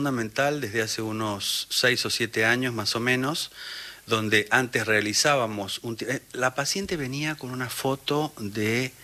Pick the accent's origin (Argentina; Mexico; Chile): Argentina; Palmira, Mendoza; moved away as an adult; yo soy de Mendoza